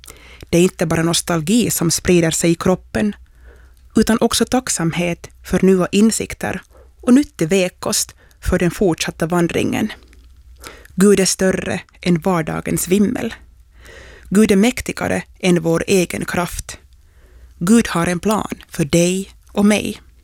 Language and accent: Swedish; Träskända, Uusimaa, Finland; från Träskända